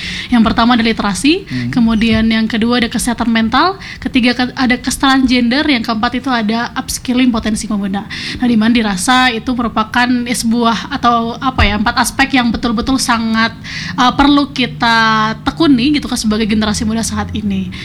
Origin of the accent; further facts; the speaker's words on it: Cirebon, West Java, Indonesia; now in Bandung, Indonesia; kebetulan berasal dari Cirebon juga.